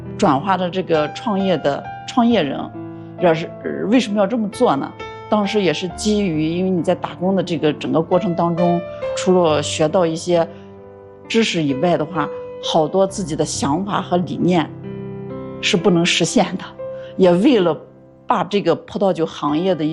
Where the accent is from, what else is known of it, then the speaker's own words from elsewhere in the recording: China; 我们中国人口味